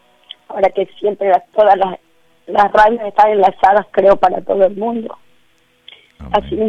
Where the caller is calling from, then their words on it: Portoviejo, Manabí, Ecuador; De Puerto Viejo, provincia de Manabí.